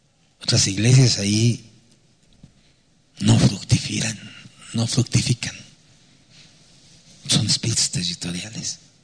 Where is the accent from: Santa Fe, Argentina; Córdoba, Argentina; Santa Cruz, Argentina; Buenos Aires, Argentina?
Buenos Aires, Argentina; Para empezar, yo también vengo de la Buenos Aires, ¿no? Tampoco vengo del planeta de las estrellas.